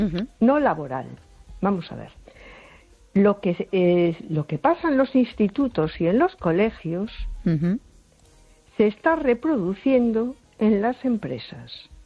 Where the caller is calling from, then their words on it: A Coruña, Galicia, Spain; Hola, buenas noches. … de Coruña.